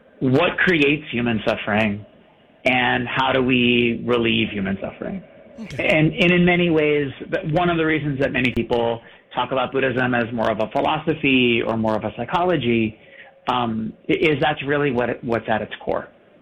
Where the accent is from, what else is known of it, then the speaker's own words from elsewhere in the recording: Boston, Massachusetts, United States; So, I grew up in Boston, going to a Unitarian church.